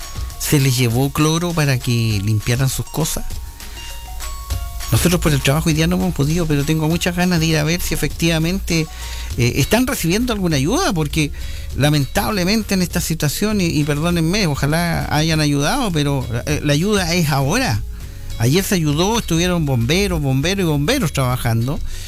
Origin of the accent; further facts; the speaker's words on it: Curacautín, Araucanía, Chile; Yo, de toda la vida que vivo en Curacautín